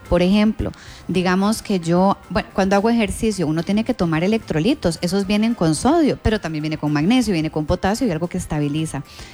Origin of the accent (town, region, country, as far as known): Costa Rica